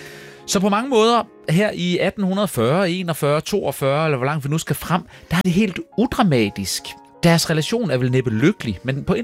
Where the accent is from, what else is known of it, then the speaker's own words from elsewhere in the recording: Jutland, Denmark; Ja, men jeg er også fra Jylland.